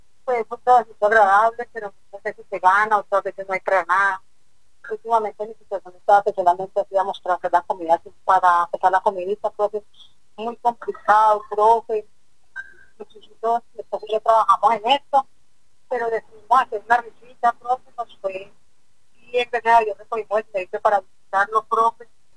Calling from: Soacha, Cundinamarca, Colombia; profe. Estoy llamando desde Soacha, Cundinamarca.

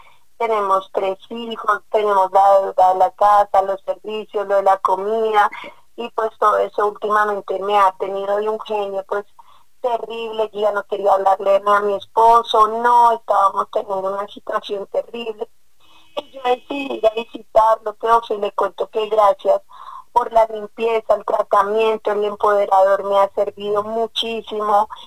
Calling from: Bogotá, Colombia; desde acá, desde Bogotá. Yo vivo en el barrio Alvarizadora Baja.

